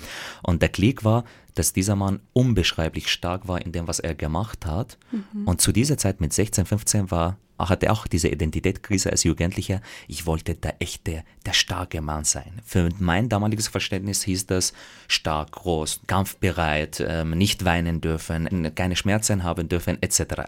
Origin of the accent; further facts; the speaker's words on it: Damascus, Damascus Governorate, Syria; also born or lived in Graz / Vienna; now in Austria; Ja, ich lebe in Österreich, das bezeichne ich auch als meine Heimat, aber ich bin halt in Syrien, in Damaskus geboren und aufgewachsen.